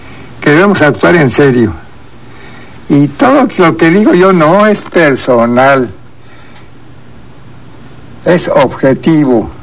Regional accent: Quintana Roo, Mexico; Nosotros pertenecemos a Quintana Roo. Somos parte de Quintana Roo

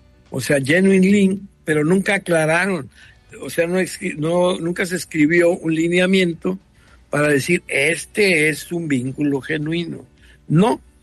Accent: Mexico; nosotros como mexicanos

